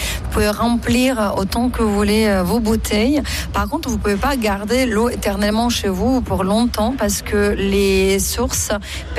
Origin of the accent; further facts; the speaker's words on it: Vichy, Auvergne-Rhône-Alpes, France; C'est autorisé et il faut le faire parce que chez nous, à Vichy, c'est gratuit.